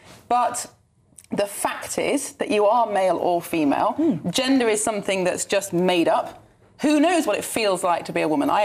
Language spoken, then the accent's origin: English; Sheffield, Yorkshire and the Humber, United Kingdom; born there; I was born in Sheffield.